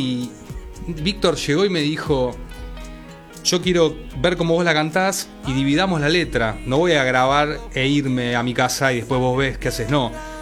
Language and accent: Spanish; Buenos Aires, Argentina; yo soy porteño.